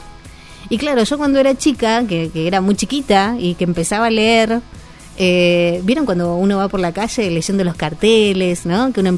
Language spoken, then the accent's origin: Spanish; Ramos Mejía, Buenos Aires Province, Argentina; yo nací, ustedes saben, en Buenos Aires, en Ramos Mejía, nací en La Matanza.